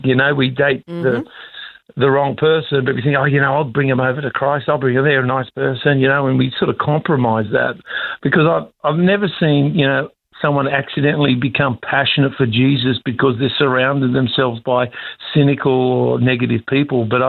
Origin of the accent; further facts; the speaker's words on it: Sydney, New South Wales, Australia; And I remember growing up, my mum would always say to me, growing up in Sydney, if all your mates jumped off the Harbour Bridge, would you?